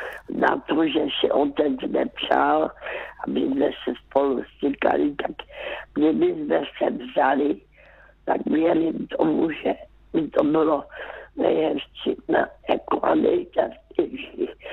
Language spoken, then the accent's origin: Czech; Karolinka, Zlín Region, Czechia; born there; já už jsem byla vdaná a jezdívala jsem zpátky do Karolinky, zpátky mého rodiště.